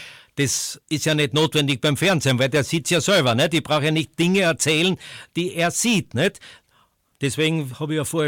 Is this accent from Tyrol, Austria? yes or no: no; Graz, Styria, Austria; Als erstes habe ich ja Fußball gemacht als Grazer.